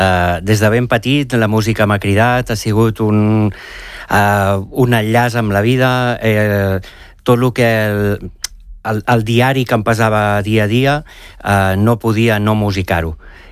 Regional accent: Badalona, Catalonia, Spain; born there; also born or lived in Premià de Mar; jo sóc fill de Badalona, jo vaig néixer a Badalona.

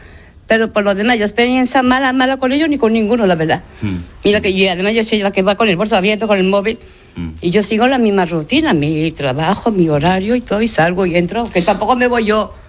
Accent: Spain; Sí, sí que yo soy musulmana, sí, bueno, soy española, pero soy religión musulmana.

